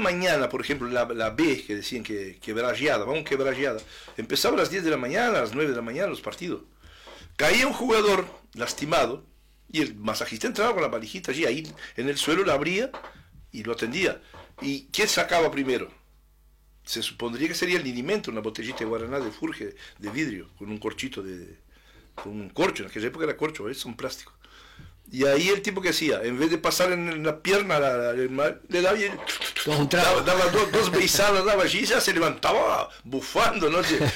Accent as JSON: {"language": "Spanish", "region": "Montevideo", "country": "Uruguay", "tie": "born there", "said": "Cuando niño, nosotros vivíamos en Montevideo."}